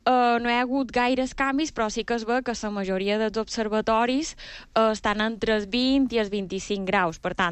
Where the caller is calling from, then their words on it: Puigpunyent, Balearic Islands, Spain; De Puigpunyent.